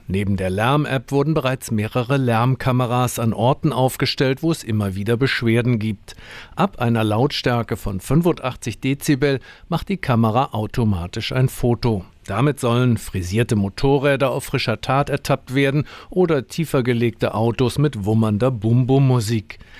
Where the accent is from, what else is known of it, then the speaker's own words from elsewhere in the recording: Germany; Als Deutscher sehnt man sich nach dem niedlichen Tatütata unserer Polizeiwagen.